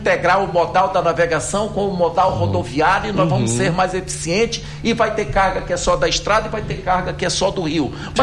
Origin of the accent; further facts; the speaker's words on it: North Region, Brazil; nós, Amazônida